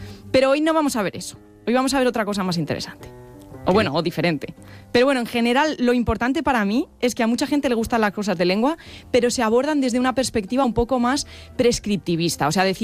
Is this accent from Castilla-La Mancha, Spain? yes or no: yes; Guadalajara, Castilla-La Mancha, Spain; born there; Nací en Guadalajara.